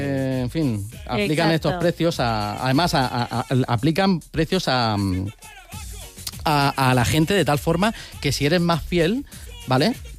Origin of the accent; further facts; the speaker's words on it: Orihuela, Valencian Community, Spain; a mi pueblo, a Orihuela